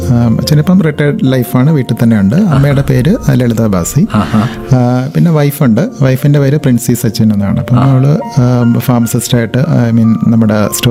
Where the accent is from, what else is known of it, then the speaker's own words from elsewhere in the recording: Kollam, Kerala, India; born there; also born or lived in Ernakulam; ഞാൻ ജനിച്ചത് ഇവിടെ തന്നെയാണ്, കൊല്ലത്ത് തന്നെയാണ് ഞാൻ ജനിച്ചത്. പിന്നെ ജോലിയും അങ്ങനെയുള്ള കാര്യങ്ങളൊക്കെ ആയിട്ട് അച്ഛനും ജോലി എറണാകുളത്തായിരുന്നു.